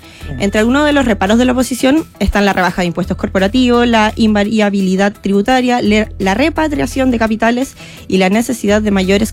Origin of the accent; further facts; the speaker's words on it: Chile; Como chilenos estamos un poco acostumbrados a ser un país sísmico